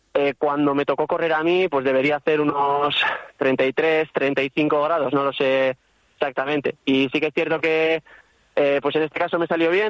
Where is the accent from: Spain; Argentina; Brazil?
Spain; Ermua, Basque Country; ser chupinero en mi pueblo